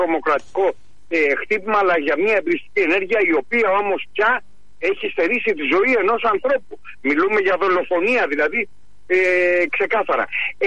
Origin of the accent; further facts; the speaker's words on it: Peloponnese, Greece; όπως λένε και στο χωριό μου στην Πελοπόννησο